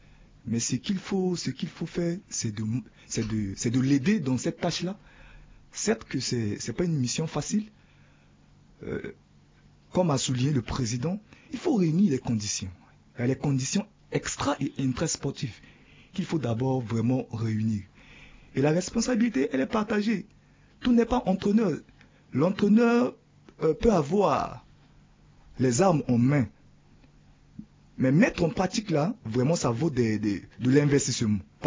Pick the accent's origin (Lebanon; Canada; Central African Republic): Central African Republic